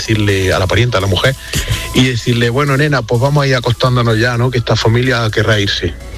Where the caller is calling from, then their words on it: Andalusia, Spain; en mi tierra, aquí en Andalucía